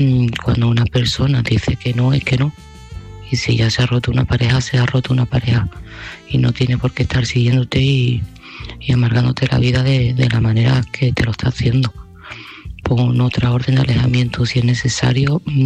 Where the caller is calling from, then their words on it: Seville, Andalusia, Spain; de Sevilla y este mensaje va para Ángeles.